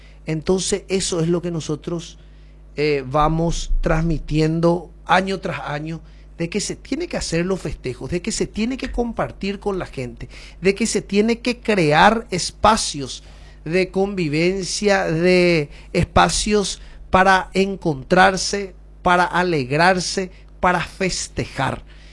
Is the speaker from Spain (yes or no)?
no; Paraguay